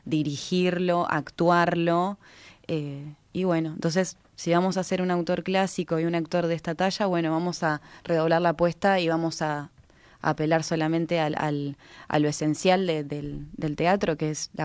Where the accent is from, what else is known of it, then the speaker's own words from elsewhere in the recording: Colonia, Uruguay; Yo soy de Colonia, mi familia es de Colonia